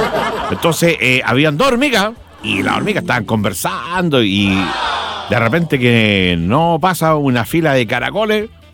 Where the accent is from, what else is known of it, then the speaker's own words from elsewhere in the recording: Chile; ¿Somos o no somos buenos los chilenos como peatones?